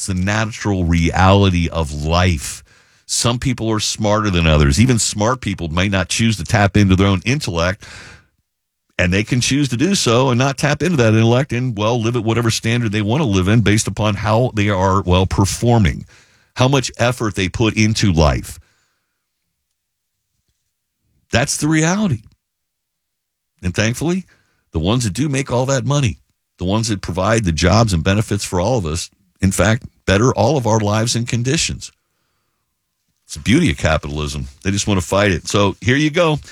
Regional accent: United States; born there; We here in the United States, and we're blessed to have been born in this country.

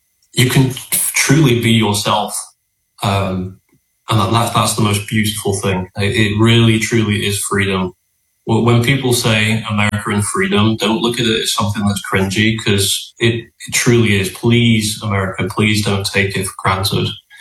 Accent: England, United Kingdom; now in United States; becoming a US citizen, because I'm more patriotic to the US and, funnily enough, I'm more patriotic to my home country, is you're not allowed to fly the Union Jack or the England flag.

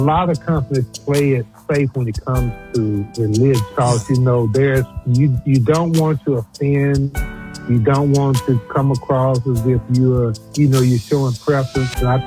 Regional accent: Jackson, Mississippi, United States; So we grew up together in Jackson.

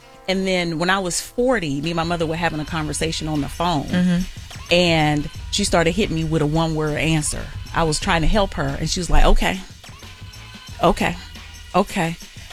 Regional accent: Bible Belt, United States; born or raised there

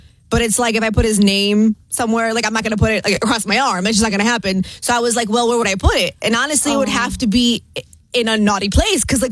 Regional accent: Michigan, United States; I'm from Michigan, too.

